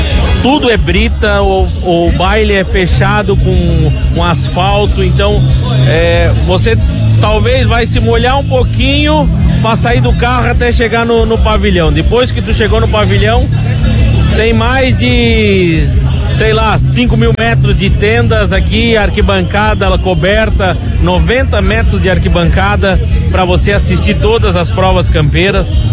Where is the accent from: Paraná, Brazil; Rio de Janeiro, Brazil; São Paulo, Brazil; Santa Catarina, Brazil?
Santa Catarina, Brazil; Gaspar; E Gaspar, eu que sou gasparense, então eu tenho mais orgulho ainda de poder estar aqui falando dessa entidade onde eu me criei, onde tudo começou.